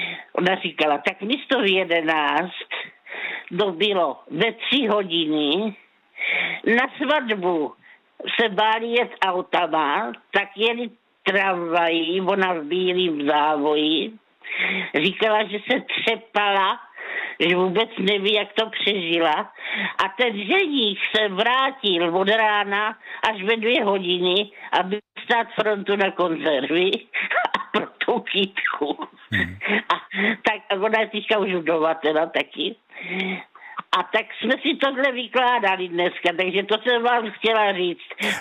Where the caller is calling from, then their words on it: Újezd u Brna, South Moravian Region, Czechia; já jsem teda pocházím z újezda u Brna